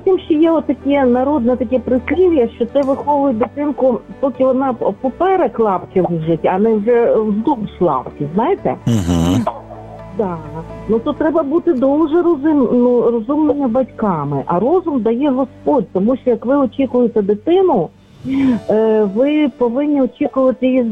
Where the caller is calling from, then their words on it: Lviv, Lviv Oblast, Ukraine; зі Львова.